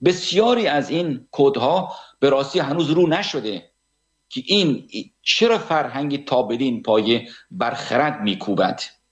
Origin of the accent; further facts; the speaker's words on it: Iran; born there; first language Persian; آه من ایرانی هم دیگه، در ایران زاده شدم، زبان منم پارسیه و اونجا هم خونه دارم،